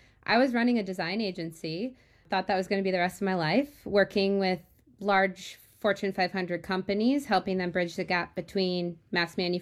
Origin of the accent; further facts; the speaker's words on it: Beekmantown, New York, United States; now in San Francisco, United States; I'm usually based in San Francisco, actually, but I'm in my hometown in Beekmantown, New York right now.